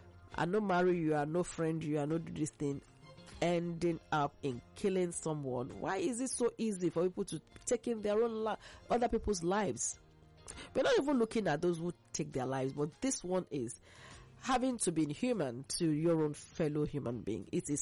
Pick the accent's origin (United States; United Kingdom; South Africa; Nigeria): Nigeria; We keep praying because we are all in here and we are from Nigeria.